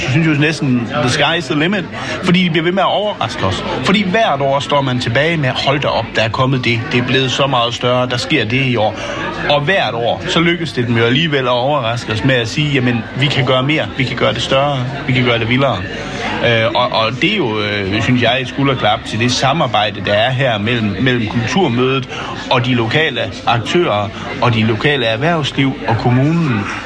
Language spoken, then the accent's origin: Danish; Mors, North Denmark Region, Denmark